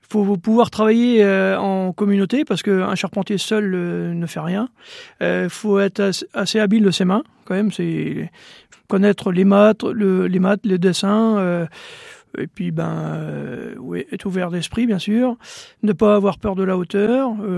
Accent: Normandy, France; now in Sarthe, France; C'était assez loin de chez moi parce que je suis originaire de la Manche, à côté du Mont-Saint-Michel. Très belle région. Mais maintenant, je suis sartois.

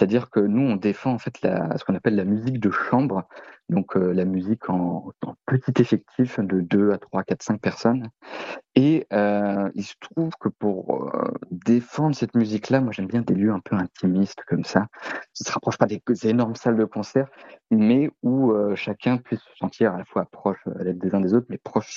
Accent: Lannion, Brittany, France

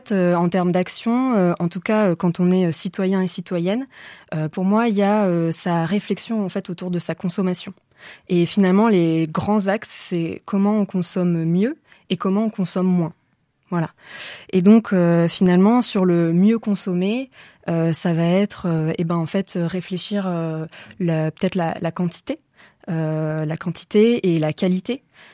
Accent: Grenoble, Auvergne-Rhône-Alpes, France; now in Loire, France; Eh ben moi, je suis ligérienne, mais en fait, je suis originaire de Grenoble.

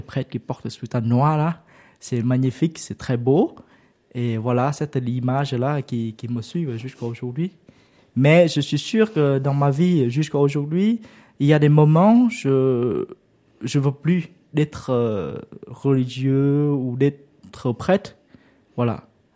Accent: Vietnam; French is a second language; moved away as an adult; now in France; le jour que je quittais au Vietnam

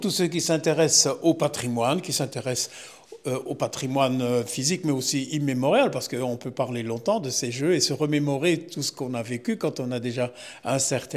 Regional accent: Wallonia, Belgium; chez nous en Wallonie

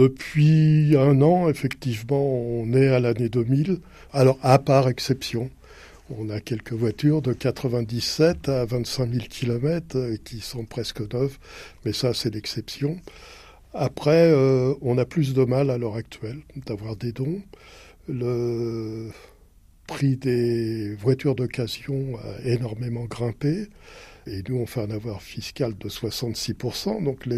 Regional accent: Paris, Île-de-France, France; je suis parisien d'origine

